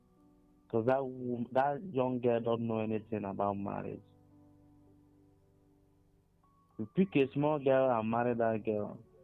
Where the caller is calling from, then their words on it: Ebonyi, Nigeria; I'm calling from Ebonyi State.